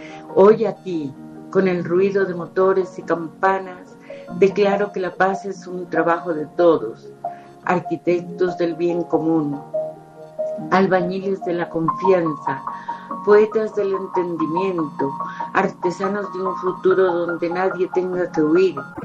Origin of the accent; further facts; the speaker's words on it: Colombia; colombiana.